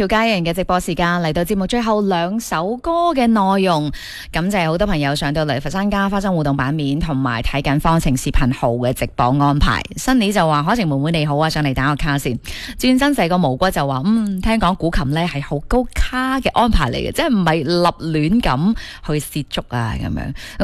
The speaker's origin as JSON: {"language": "Cantonese", "region": "Guangdong", "country": "China", "said": "我呢个会唔会都系我哋广东人嗰种 DNA 里边带出嚟嘅嗰种操作啊？"}